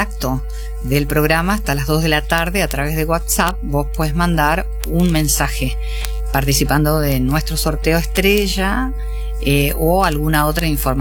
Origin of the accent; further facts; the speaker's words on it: Avellaneda, Santa Fe, Argentina; yo nací en Avellaneda y en Avellaneda está la fábrica de implementos agrícolas Dolby. Es histórico. Yo nací con eso. Yo nací con Vicentín, yo nací con Dolby. Nací ahí en un clima muy industrial, empresarial, con la Unión Agrícola de Avellaneda